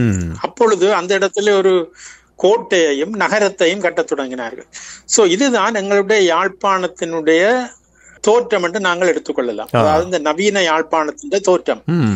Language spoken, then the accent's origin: Tamil; Jaffna, Northern Province, Sri Lanka; moved away as an adult; also born or lived in United Arab Emirates; நான் வண்ணார்பண்ணையில் பிறந்து வளர்ந்தவன். என்னுடைய கல்வி முழுவதையும், பாடசாலை கல்வி முழுவதையும் நான் அருகில் இருந்த வைத்தீஸ்வர வித்யாலயத்தில் தான் பெற்றுக்கொண்டேன்.